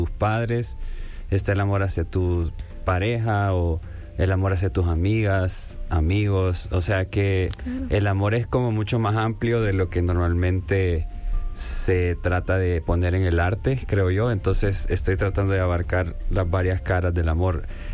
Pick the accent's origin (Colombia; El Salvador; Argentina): El Salvador